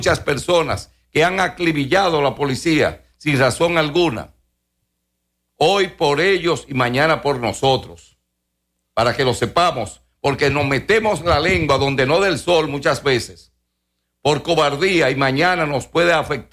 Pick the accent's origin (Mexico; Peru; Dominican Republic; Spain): Dominican Republic